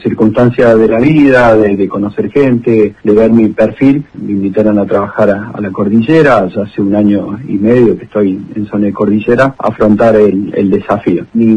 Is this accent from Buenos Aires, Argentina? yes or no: no; Córdoba, Argentina; born there; moved away as an adult; now in Chubut, Argentina; realidad nací en Córdoba Capital, ya hace del 2017 que yo vivo acá en Chubut.